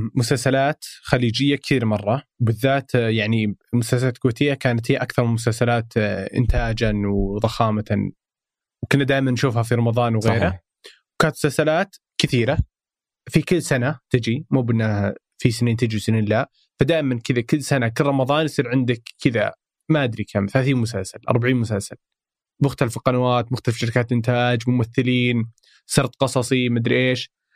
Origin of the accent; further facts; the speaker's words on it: Saudi Arabia; أتصور أنه كذا مثلا عندنا في الخليج استهلاك المحتوى شيء مو طبيعي، وكثير ناس تحب تستهلك محتوى. 8 أفلام في السعودية أحس أنه رقم صدق مو بجيد